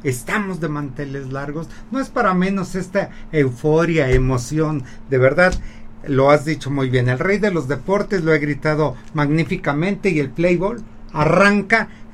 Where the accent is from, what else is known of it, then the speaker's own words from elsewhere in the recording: Puebla, Mexico; born there; soy poblano de nacimiento y de todo corazón siempre